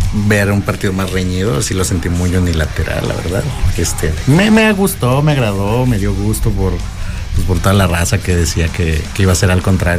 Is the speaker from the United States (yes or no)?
no; Mexico; yo creo que los mexicanos o nos aman o nos odian.